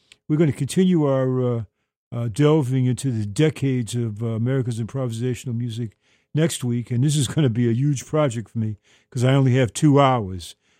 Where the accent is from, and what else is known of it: Boston, Massachusetts, United States; born or raised there